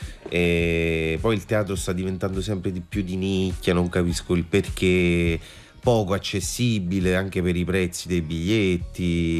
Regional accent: Naples, Campania, Italy

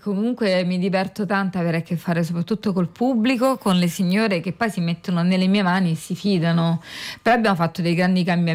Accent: Rome, Lazio, Italy

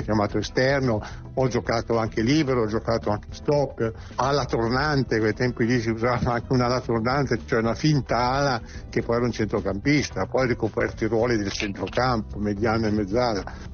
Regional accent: Magenta, Lombardy, Italy; Io tifavo per l'Inter, io sono di Magenta, vicino Milano, e quindi grande tifoso dell'Inter

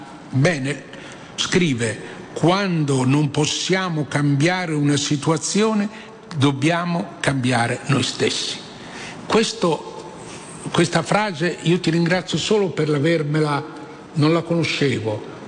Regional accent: Rome, Lazio, Italy; da romano, tu sei di Torino, da romano a torinese

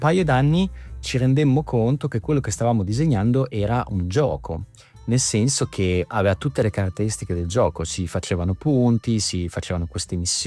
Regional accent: Emilia-Romagna, Italy; also born or lived in New York City; now in Tallahassee, United States; ho 45 anni, sono originario della provincia di Modena e vivo negli Stati Uniti, in questo momento a Tallahassee, Florida. Fino a pochi mesi fa ho vissuto a New York City

